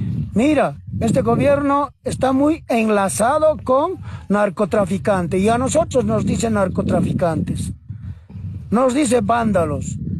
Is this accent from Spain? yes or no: no; Bolivia; nosotros somos verdaderos bolivianos dignos